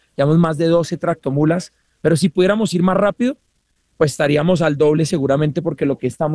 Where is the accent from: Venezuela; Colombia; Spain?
Colombia; Miren, cuando nos unimos como colombianos, sin banderas políticas, sin nada, lo que logramos no tiene palabras.